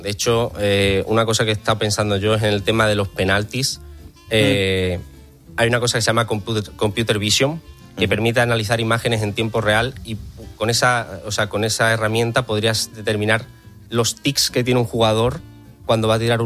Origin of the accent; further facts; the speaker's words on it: Azuaga, Extremadura, Spain; O sea, si se enfrenta al equipo de mi pueblo, que es Azuaga, contra...